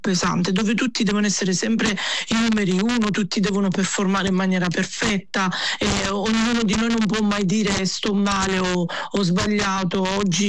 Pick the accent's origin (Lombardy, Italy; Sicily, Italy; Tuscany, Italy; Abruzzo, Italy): Sicily, Italy; Ragusa; moved away as an adult; io sono siciliano, sono nato a Ragusa, praticamente una delle regioni più a sud d'Italia, e ho vissuto fino a qualche anno fa lì in Sicilia, quindi sì, sono proprio siciliano, le mie origini sono del sud-sud.